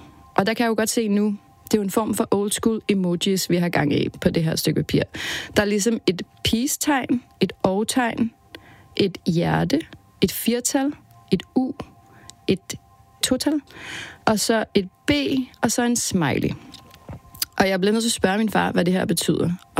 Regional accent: Vanløse, Capital Region of Denmark, Denmark; Da jeg hører … på vinyl, hip-albummet, havde min far. Det hører vi hjemme i Vandløse

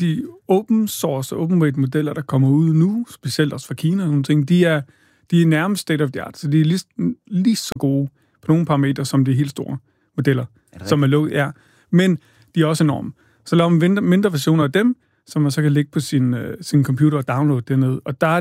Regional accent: Odense, Region of Southern Denmark, Denmark; accent: Funen; Jeg er fra Odense. Ja, kan du høre det synge?

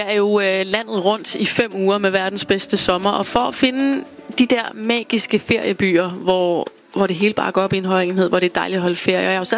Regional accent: Region of Southern Denmark, Denmark; Altså, jeg kommer ikke fra Faaborg, men jeg kommer fra Fyn.

